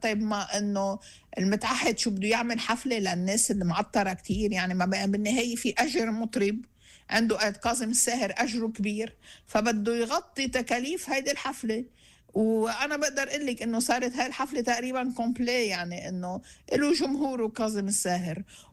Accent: South Lebanon, Lebanon; وانا بنت جنوبية وانا ضيعتي راحت،

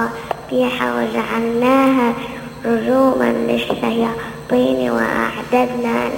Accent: Seiyun, Hadhramaut, Yemen; من سيئون.

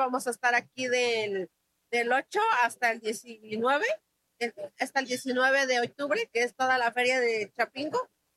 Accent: Los Reyes Metzontla, Puebla, Mexico; en mi pueblo de los Reyes Metzoncle

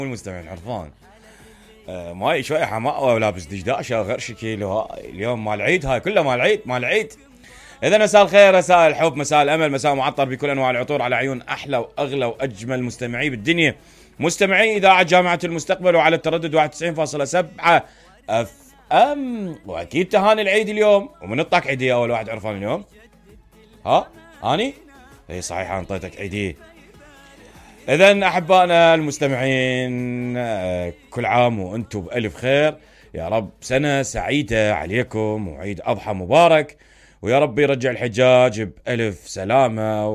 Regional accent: Iraq; بلدنا العراق.

